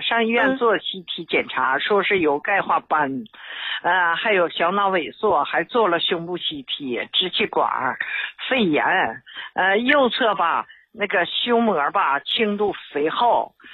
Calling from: Heilongjiang, China; 我是黑龙江的

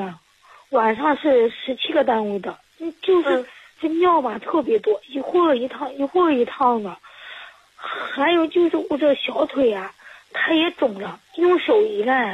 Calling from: Henan, China; 我是河南的。

